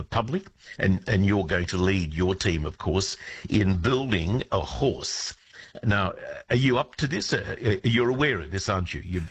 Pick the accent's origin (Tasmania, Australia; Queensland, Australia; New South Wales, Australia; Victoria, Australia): New South Wales, Australia; Bathurst; now in Mudgee, Australia; I was a bit rude about my hometown, Bathurst